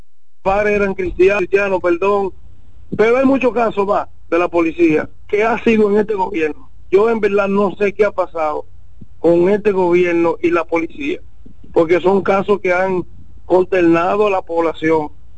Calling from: Santo Domingo, Dominican Republic; yo soy de La Palma de Herrera, que vivo acá nuevo

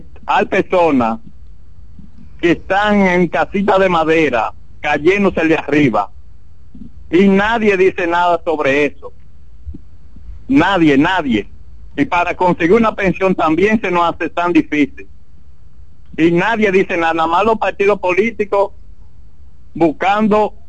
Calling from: Cotuí, Sánchez Ramírez, Dominican Republic; Buenas tardes, de Cotuí.

